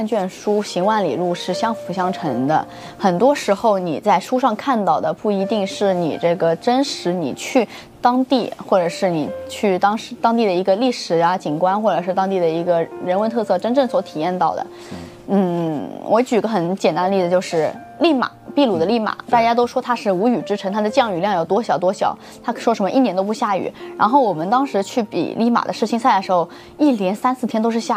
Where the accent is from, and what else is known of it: China